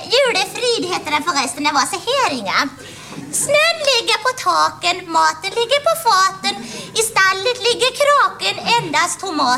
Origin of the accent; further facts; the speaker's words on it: Västra Götaland County, Sweden; born there